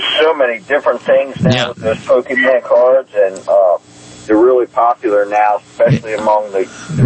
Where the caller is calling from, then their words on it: Parkville, Maryland, United States; in Parkville.